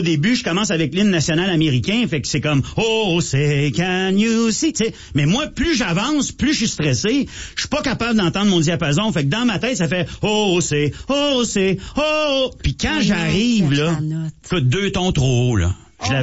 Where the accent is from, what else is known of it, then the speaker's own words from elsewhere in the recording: Ottawa, Ontario, Canada; moi je viens d'Ottawa, là, j'ai resté à Ottawa longtemps, mais je dis Ottawa, je voulais pas dire Canada.